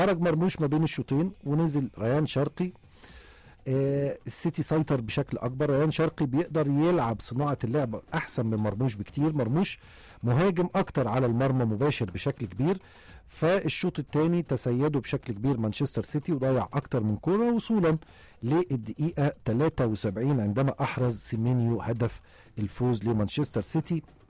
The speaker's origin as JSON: {"language": "Arabic", "country": "Egypt", "said": "احنا كمشجعين مصريين"}